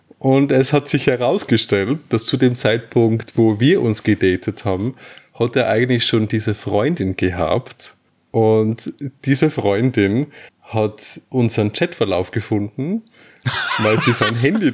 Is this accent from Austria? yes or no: yes; Austria; oder wie man bei uns in Österreich sagt, Jus.